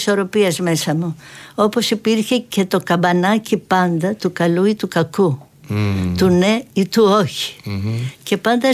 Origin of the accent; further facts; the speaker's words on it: Kalavryta, Western Greece, Greece; στο χωριό μου πριν από 3-4 χρόνια. Είναι στα Καλάβρητα, έξω από τα Καλάβρητα.